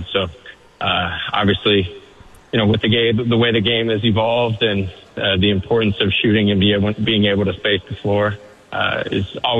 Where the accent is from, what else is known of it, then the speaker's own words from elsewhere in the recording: Phoenix, Arizona, United States; now in Dallas, United States; I'm from Phoenix.